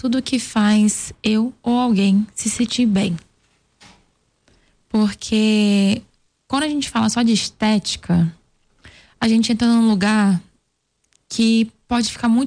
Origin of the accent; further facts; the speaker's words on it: Niterói, Rio de Janeiro, Brazil; also born or lived in Belém; now in São Paulo, Brazil; Eu nasci em Belém do Pará, eu fui criada em Niterói e eu moro em São Paulo.